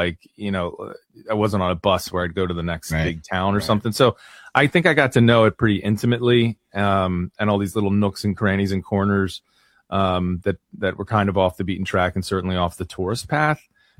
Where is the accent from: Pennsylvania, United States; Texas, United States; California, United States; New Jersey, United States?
Pennsylvania, United States; Philadelphia; I mean, I'm from Philly. I don't try to play like the I'm Irish thing, but that is where my DNA or whatever comes from.